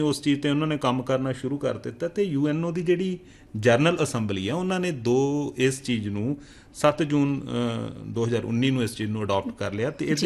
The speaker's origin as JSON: {"language": "Punjabi", "region": "Punjab", "country": "India", "said": "ਸਾਡੇ ਮਾਲਵਾ ਖਿੱਤੇ ਦੀ ਗੱਲ ਕਰੀਏ, ਜਾਂ ਸਾਡੇ ਪੇਂਡੂ ਪਿਛੋਕੜ ਕਲਚਰ ਦੀ ਗੱਲ ਕਰੀਏ"}